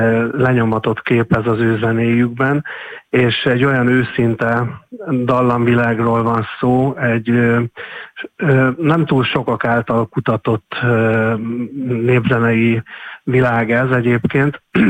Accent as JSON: {"language": "Hungarian", "town": "Kecskemét", "region": "Bács-Kiskun", "country": "Hungary", "said": "Mi kecskemétiek vagyunk"}